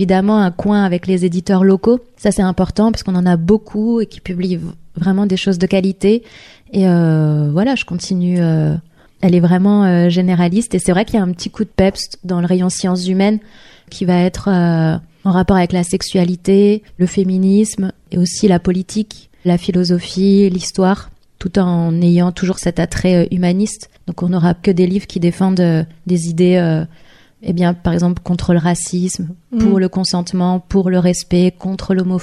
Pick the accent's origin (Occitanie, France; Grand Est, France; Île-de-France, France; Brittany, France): Grand Est, France; J'ai la chance, je dirais, d'être alsacienne. Et du coup, j'ai grandi et je suis née en Alsace.